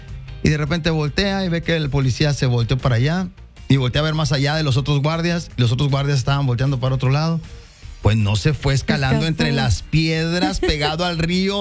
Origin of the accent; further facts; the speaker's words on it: Mexico; obviamente somos mexicanos